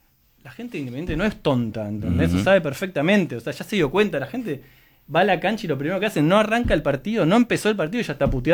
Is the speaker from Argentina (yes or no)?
yes; Temperley, Buenos Aires Province, Argentina; Yo nací en un club. Yo nací en el Launtenny de Temperley, club social, donde pasé los primeros 13 años de mi vida en ese club.